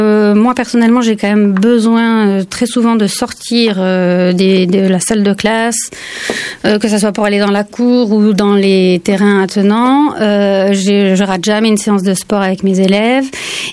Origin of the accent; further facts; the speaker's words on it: Toulouse, Occitanie, France; also born or lived in Paris; Moi j'habite Toulouse depuis l'âge de 7 ans. Je suis née à Paris mais je suis arrivée ici pour mon CE1. Et ensuite j'ai fait toute ma scolarité ici, dans le quartier de Saint-Cyprien au collège.